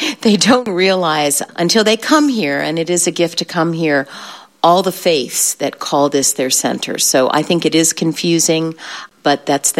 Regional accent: Brazil; My mom is retired now. She was a missionary overseas. I grew up in Brazil.

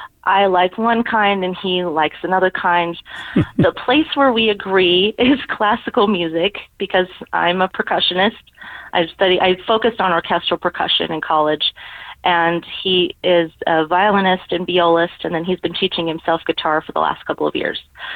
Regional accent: Vernal, Utah, United States; now in Salt Lake City, United States; I started at a small studio in my hometown in Vernal

